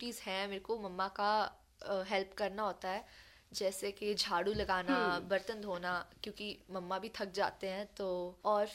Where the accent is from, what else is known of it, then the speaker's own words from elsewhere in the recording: Himachal Pradesh, India; क्योंकि मैं हिमाचल से हूँ